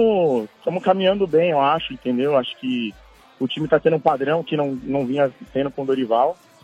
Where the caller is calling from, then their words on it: Itapevi, São Paulo, Brazil; Falo de Itapevi.